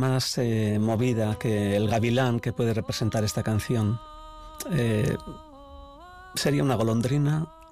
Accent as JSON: {"language": "Spanish", "town": "Ordizia", "region": "Basque Country", "country": "Spain", "tie": "born there", "first_language": "Basque", "second_language": "Spanish", "said": "nací en Villafranca de Oria, que luego se convirtió en Villafranca de Ordizia y hoy es Ordizia."}